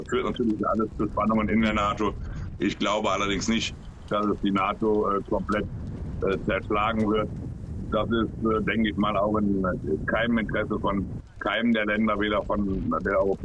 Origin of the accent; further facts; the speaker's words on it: Germany; Nur wir als Deutsche